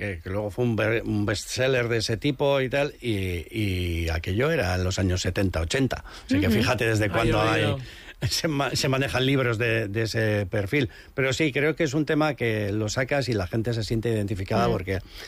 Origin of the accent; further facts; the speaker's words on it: Errenteria, Basque Country, Spain; also born or lived in San Sebastián; Yo nací en el barrio de Gros y tengo mucho vínculo con Donosti, porque al final soy vecino de Rentería, estamos a 15 minutos de Topo